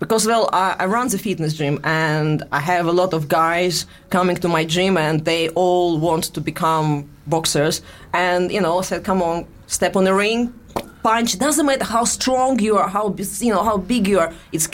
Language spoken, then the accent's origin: English; Russia; accent: Russian